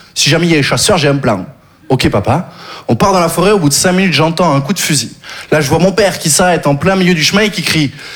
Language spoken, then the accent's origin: French; Occitanie, France; Je viens du sud, j'ai grandi dans le Gard.